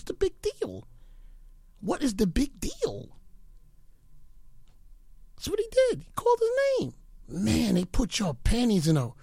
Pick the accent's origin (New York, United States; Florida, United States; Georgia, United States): New York, United States; I'm from New York, bro.